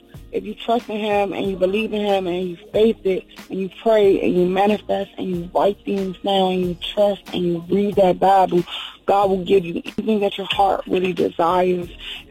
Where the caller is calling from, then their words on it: Washington, District of Columbia, United States; I'm calling from Northeast DC.